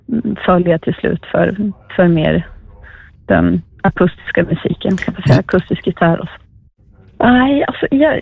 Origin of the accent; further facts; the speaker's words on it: Umeå, Västerbotten County, Sweden; Jag växte upp i Umeå, vi flyttade in till Umeå när jag var 12-13 år, och då var det ju en otroligt stor våg av metal och hardcore.